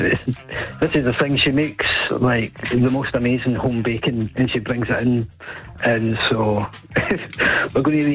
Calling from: Doune, Scotland, United Kingdom; So, I'm calling from Dún in Stirling.

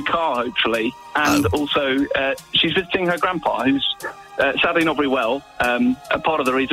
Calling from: Bristol, South West England, United Kingdom; I'm calling from Bristol.

